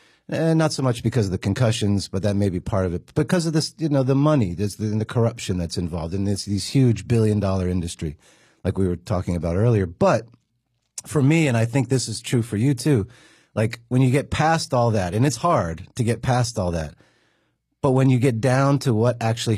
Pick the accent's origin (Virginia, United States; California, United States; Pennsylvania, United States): Pennsylvania, United States; I grew up in Central PA, and had deep roots at Penn State.